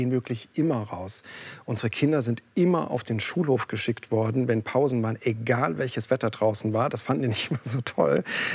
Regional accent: Northern Germany, Germany; also born or lived in Sweden

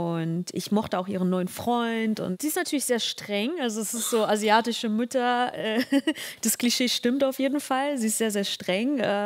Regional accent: Germany; born or raised there

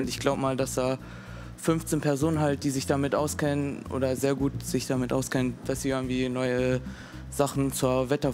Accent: Schleswig-Holstein, Germany; Ich komme aus Schleswig-Holstein.

